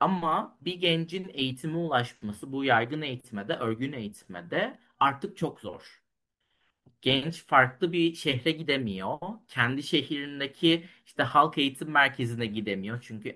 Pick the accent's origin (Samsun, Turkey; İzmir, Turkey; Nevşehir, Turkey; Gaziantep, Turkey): Nevşehir, Turkey; İşte ben Nevşehirliyim. Nevşehir'in Kozaklı kasabası, eskiden köy olan.